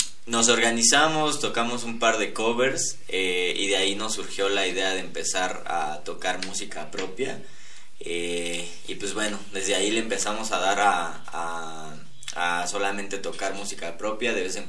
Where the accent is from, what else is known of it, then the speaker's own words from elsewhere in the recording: Morelia, Michoacán, Mexico; es una banda de rock que somos de aquí, de Morelia.